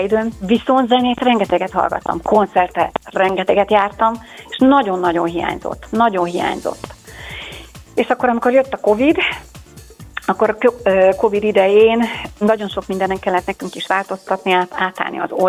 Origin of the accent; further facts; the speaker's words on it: Hungary; Hiszen magyar emberek vagyunk